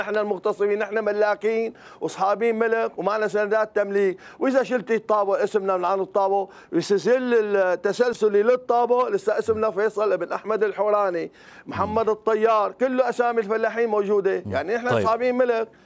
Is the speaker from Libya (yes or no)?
no; Syria; كل سورية أرضي